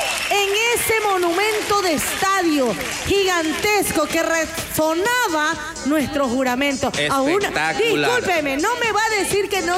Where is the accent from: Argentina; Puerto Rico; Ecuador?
Ecuador; Oiga, es que somos ecuatorianos, somos curtidos, esa era la palabra.